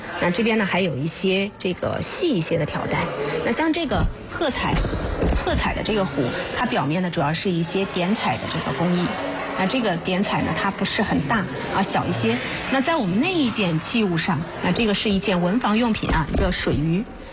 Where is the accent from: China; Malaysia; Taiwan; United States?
China; 对，而且呢，说到羊，我们中国人是非常喜欢羊的。